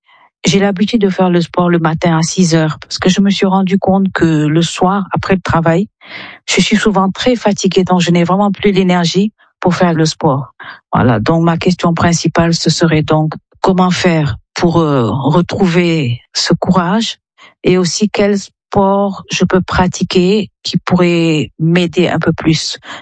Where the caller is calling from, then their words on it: Dakar, Senegal; J'aurai bientôt 60 ans le mois prochain. J'habite à Dakar, au Sénégal.